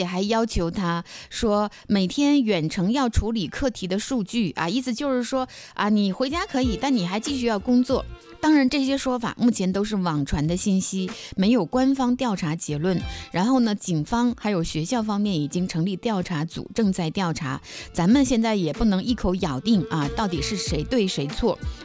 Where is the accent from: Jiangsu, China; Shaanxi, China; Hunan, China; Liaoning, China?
Liaoning, China; Dalian; 我是大连人，但我不怎么赶海。